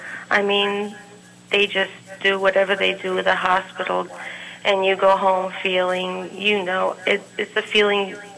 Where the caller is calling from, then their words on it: Warwick, New York, United States; Warwick, New York.